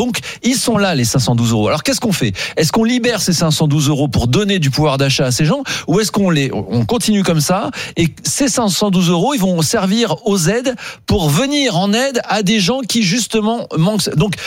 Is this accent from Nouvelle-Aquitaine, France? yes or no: no; Grand Est, France; Alors, en plus, vous me connaissez, je suis lorrain d'origine